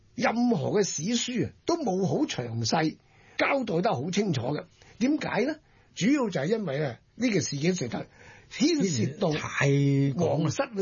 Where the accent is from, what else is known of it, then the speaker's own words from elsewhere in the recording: Guangdong, China; 我哋广东人都成日讲噶